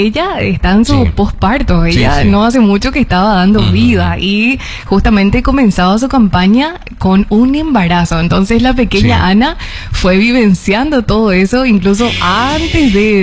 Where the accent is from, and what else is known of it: Paraguay